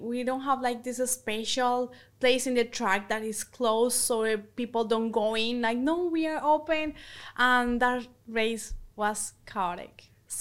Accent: Colombia; born or raised there

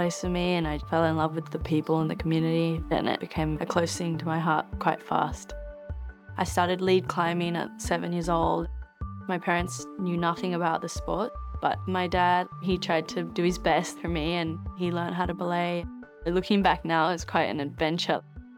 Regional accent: Australia; Growing up in Australia with an islander dad and a Latina mom

